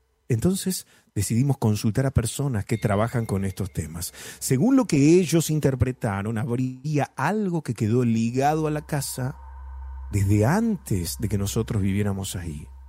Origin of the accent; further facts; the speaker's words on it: Junín, Buenos Aires Province, Argentina; de Junín, Buenos Aires.